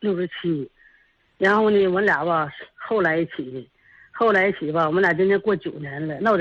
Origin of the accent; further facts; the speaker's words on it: Suizhong, Liaoning, China; moved away; 我老家是绥中